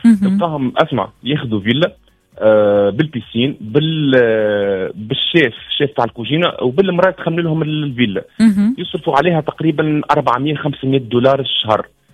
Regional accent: Tunisia; تشجيعا لما بلادي تونس العزيزه الغاليه شنو عندها من حاجات

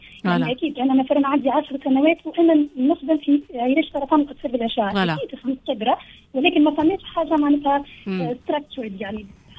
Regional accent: Tunisia; now in Vienna, Austria; احنا عندنا في تونس

